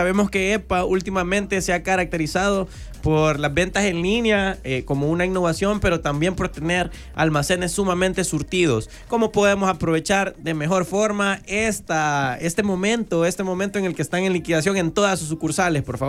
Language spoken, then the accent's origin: Spanish; San Miguel, El Salvador; San Miguel, digo yo cada vez que mencionas, mi terruño.